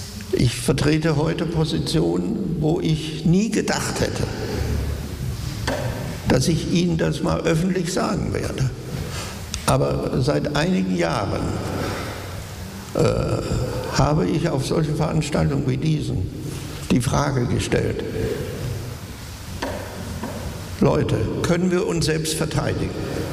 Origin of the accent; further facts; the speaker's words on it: Germany; ich bin als Deutscher geboren. Ja, mein ganzes Leben habe ich mit der deutschen Sprache, mit der deutschen Erzählung verbracht.